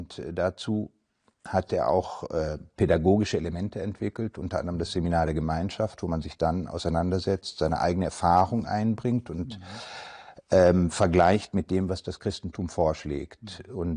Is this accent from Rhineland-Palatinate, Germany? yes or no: no; Müllheim, Baden-Württemberg, Germany; also born or lived in Freiburg; Ich war in Mülheim, Baden, geboren in Badenweiler, zur Schule gegangen, zum Gymnasium gegangen in Mülheim, Baden.